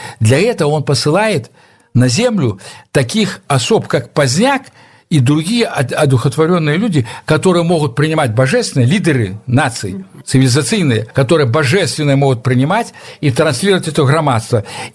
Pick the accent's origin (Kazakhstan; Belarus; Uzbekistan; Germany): Belarus; Vawkavysk, Grodno Region; born or raised there; moved away as an adult; now in Moscow, Russia